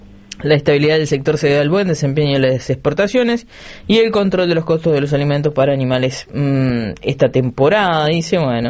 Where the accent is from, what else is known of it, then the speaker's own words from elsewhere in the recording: Uruguay; somos uruguayos.